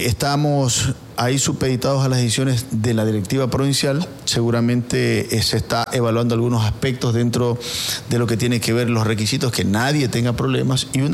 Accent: Quevedo, Los Ríos, Ecuador; born there; nací acá, todos mis hermanos 100% quevedeños

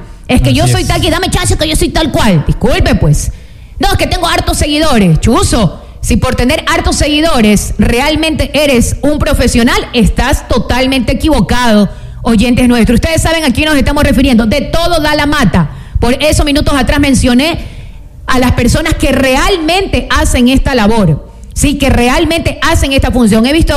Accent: Ecuador; aquí, como buenos ecuatorianos

